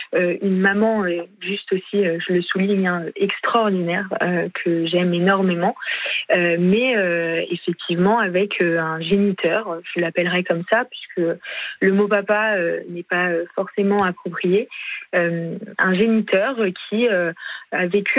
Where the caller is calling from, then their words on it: Paris, Île-de-France, France; J'habite à Paris.